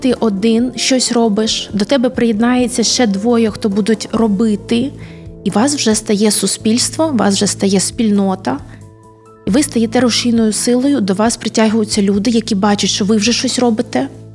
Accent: Odesa, Odesa Oblast, Ukraine; Я народилася в 7-му пологовому будинку в Одесі.

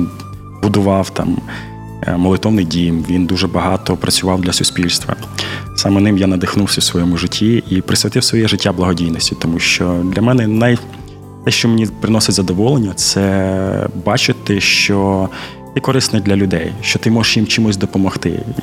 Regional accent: Podilsk, Odesa Oblast, Ukraine; я майже одесит з Одеського регіону. Ось, якщо ви знаєте, це є Подільське таке містечко. Ось, я звідти.

